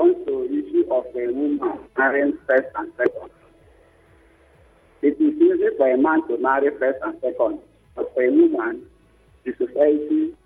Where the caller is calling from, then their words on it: Nigeria; I'm calling from Kibet.